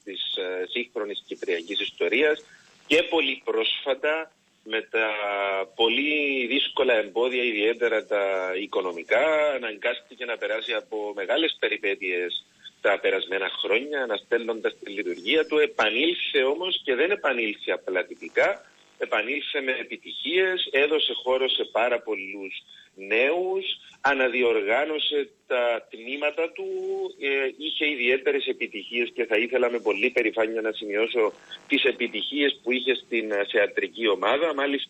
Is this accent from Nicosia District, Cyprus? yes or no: yes; Dali, Nicosia District, Cyprus; μεγαλώνοντας στο Δάλι